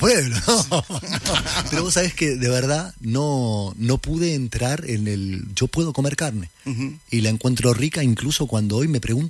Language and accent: Spanish; Argentina; Soy de Argentina.